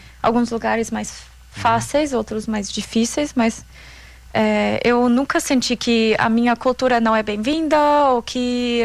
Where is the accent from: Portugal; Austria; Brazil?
Austria; Eu só coloquei a minha essência, o que, que faz sentido para mim como austríaca, que é a saúde de verdade.